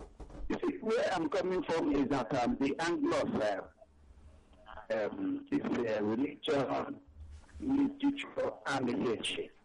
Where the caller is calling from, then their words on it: Enugu, Enugu State, Nigeria; I'm reaching from Enugu.